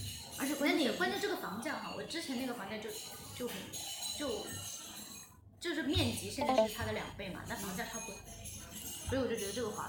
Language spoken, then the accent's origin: Chinese; Chongqing, China; moved away; 我是在我们老家那边，在重庆，